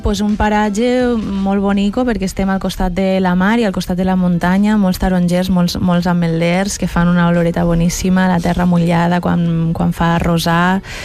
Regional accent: Pedreguer, Valencian Community, Spain; moved away as an adult; also born or lived in Barcelona; Jo soc de Pedreguera

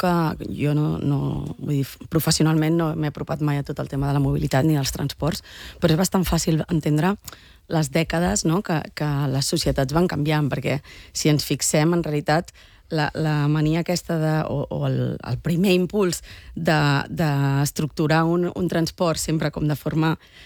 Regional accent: Barcelona, Catalonia, Spain; Parlo ara com a barcelonina

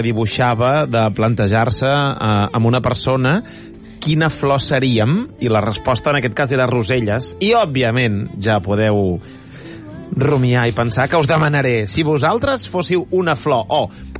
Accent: Catalonia, Spain; que som catalans, abans que cap altra cosa a la vida.

